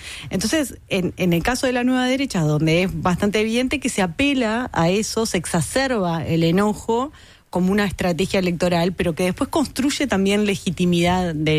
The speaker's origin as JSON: {"language": "Spanish", "country": "Uruguay"}